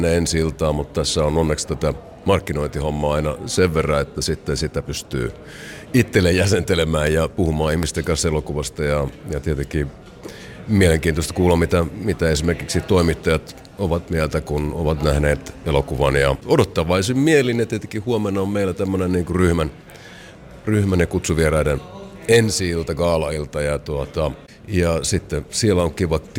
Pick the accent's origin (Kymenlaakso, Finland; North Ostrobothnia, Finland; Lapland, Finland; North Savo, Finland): Lapland, Finland; mä olen Lapista kotosi